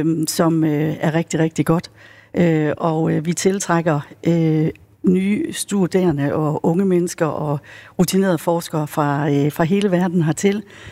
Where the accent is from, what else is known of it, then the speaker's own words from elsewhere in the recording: Vejle, Region of Southern Denmark, Denmark; Jeg er en stolt vejlenser